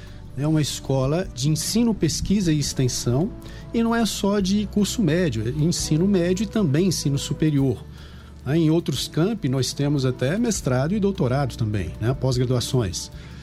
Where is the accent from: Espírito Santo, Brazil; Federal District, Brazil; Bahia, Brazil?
Espírito Santo, Brazil; Bela Aurora; moved away as an adult; also born or lived in Viçosa / São Paulo / Vitória; Sou daqui, para quem não conhece, sou daqui de Bela Aurora, né, minha família é fiorese. Saí daqui em 89 para fazer graduação em matemática, em Viçosa.